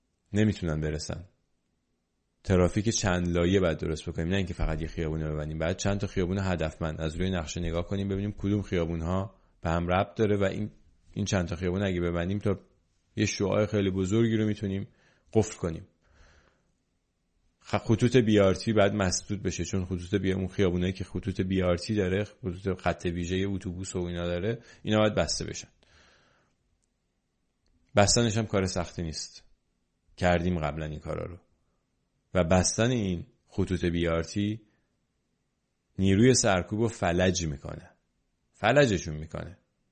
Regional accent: Iran

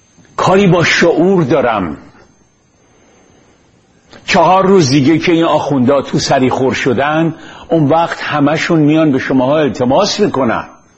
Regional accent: Iran; خب نژاد من چیه؟ ملت من چیه؟ من کجاییم؟ من ایرانیم.

